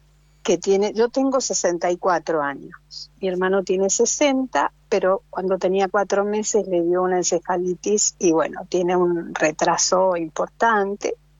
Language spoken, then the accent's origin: Spanish; San Rafael, Mendoza, Argentina; also born or lived in La Rioja / Mar del Plata; Estuve también en Mar del Plata, porque tenía negocio, entonces nos fuimos a Mar del Plata. Después que hubo un temblor muy grande aquí en Mendoza, nos fuimos a Mar del Plata. Y bueno, después, con el tiempo, cuando mis hijas tenían adolescentes, 12, 13 años, me separé y volví a San Rafael y aquí estoy.